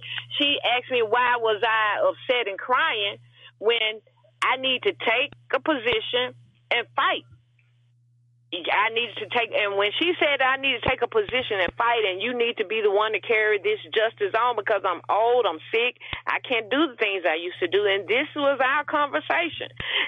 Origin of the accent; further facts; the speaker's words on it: Hazlehurst, Mississippi, United States; I grew up here, and we are originally from Hazelhurst, Mamie too.